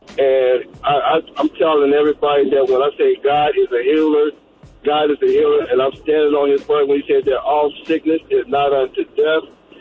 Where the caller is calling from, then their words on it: Columbus, Ohio, United States; calling from Columbus, Ohio.